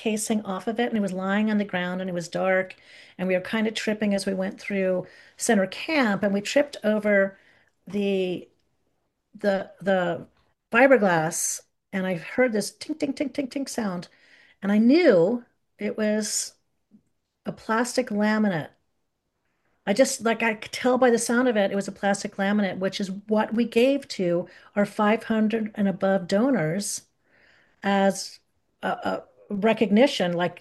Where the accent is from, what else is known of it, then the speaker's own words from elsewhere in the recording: Montclair, New Jersey, United States; moved away; Yeah, I grew up in Montclair, which is near the Lincoln Tunnel.